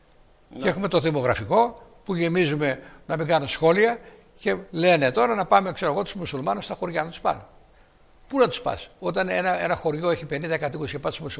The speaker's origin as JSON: {"language": "Greek", "region": "Macedonia", "country": "Greece", "said": "εγώ είμαι από τη Μακεδονία"}